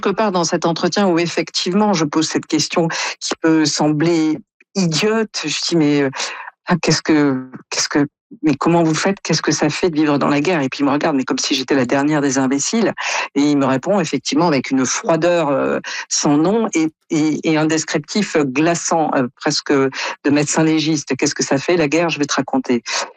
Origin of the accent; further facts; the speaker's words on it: France; on a du mal à imaginer, quand on est Canadien ou comme moi français